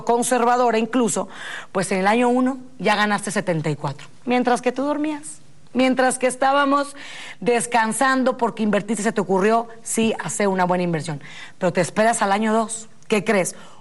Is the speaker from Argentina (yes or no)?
no; Monterrey, Nuevo León, Mexico; Tú vives lejos como yo, que yo soy de Monterrey